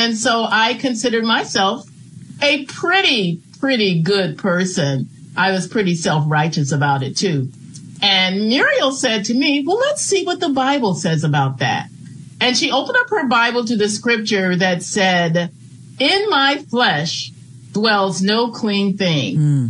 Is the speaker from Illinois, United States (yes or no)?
yes; Maple Park, Illinois, United States; This is the girlfriend I had growing up in Maple Park.